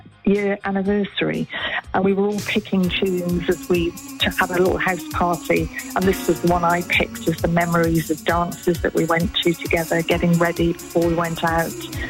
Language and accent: English; Wales, United Kingdom; I'm Welsh, and forage from the army. I lived in Mid Wales, and like every Welsh person, I think I can sing.